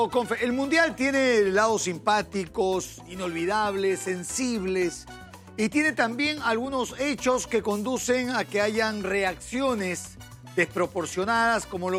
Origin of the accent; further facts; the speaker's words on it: Colombia; sé la tristeza que hoy sentimos como colombianos.